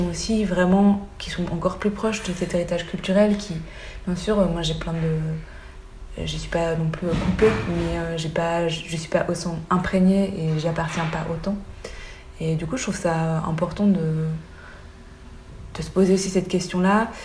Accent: Belgium; comme je suis belge au thaï, pour des personnes blanches, en Belgique, personne ne remettrait en question ma légitimité

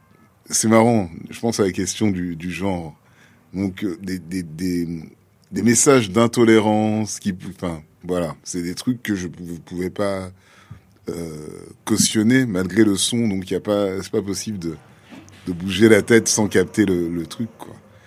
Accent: Dakar, Senegal; comme j'ai grandi à Dakar, il y a tout un pan aussi de la jeunesse diasporique que je n'ai pas forcément

